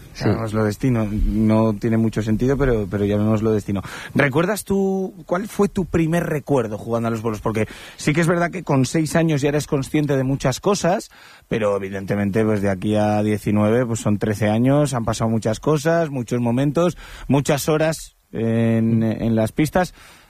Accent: Cantabria, Spain; soy cántabro, nacido aquí, me he criado aquí

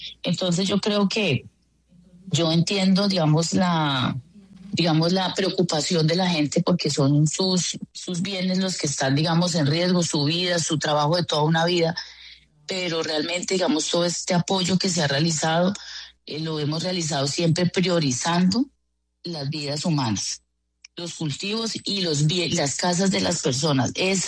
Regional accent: Colombia; tenemos que buscar siempre como colombianos estar unidos.

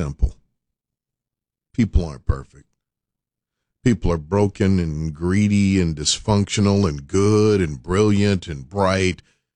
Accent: United States; I love being an American

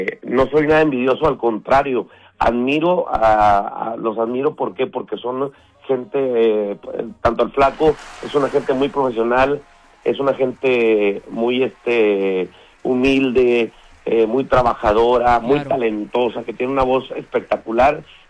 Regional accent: Chihuahua, Mexico; moved away as an adult; now in Mexico City, Mexico; Y yo me fui a los 18 años y soy oriundo de Chihuahua. Y dije, bueno, me voy a aventurar a la Ciudad de México para tratar de hacer en grande pues de la trayectoria como cantante.

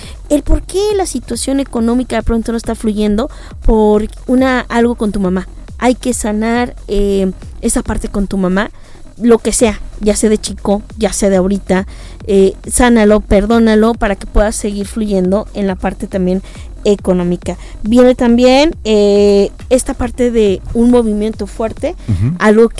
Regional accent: Guadalajara, Jalisco, Mexico; Soy tapatía

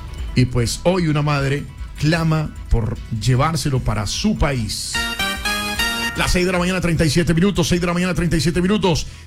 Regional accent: Colombia; como buenos colombianos y como ciudadanos.

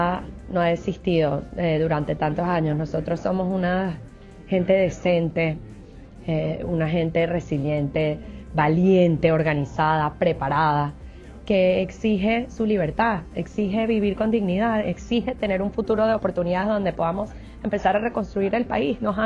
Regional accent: Venezuela; sobre todo como venezolana también agradezco mucho la oportunidad

